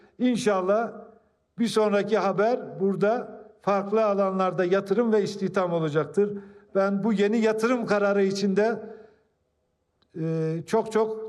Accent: Bingöl, Turkey; moved away; Buradan da benim memleketim Bingöl'e gidiyor Murat Nehri.

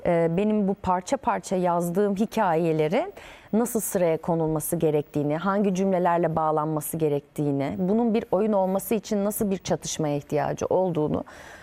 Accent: Ankara, Turkey; Biz Ankaralıyız. Yani Ankara'da doğdum, büyüdüm.

